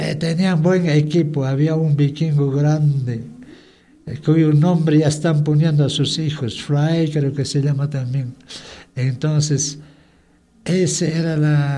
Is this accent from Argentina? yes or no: no; Peru; Así es mi tierra, Comayo, también rodeado por muchos cerros.